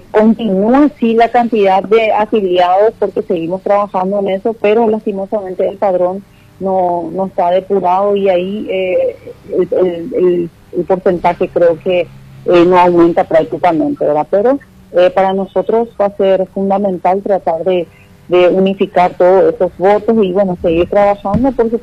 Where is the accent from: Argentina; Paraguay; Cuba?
Paraguay; Presidente Franco, Alto Paraná